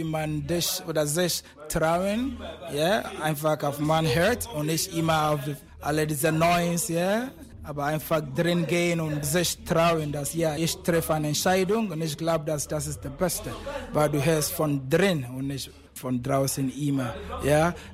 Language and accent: German; Ghana; now in Germany